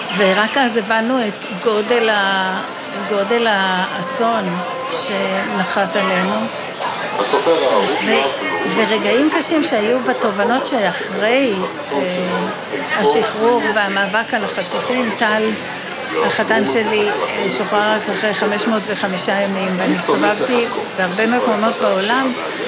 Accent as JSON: {"language": "Hebrew", "town": "Be'eri", "region": "Southern District", "country": "Israel", "tie": "born there", "said": "נולדתי להורים שהם מייסדי בערי"}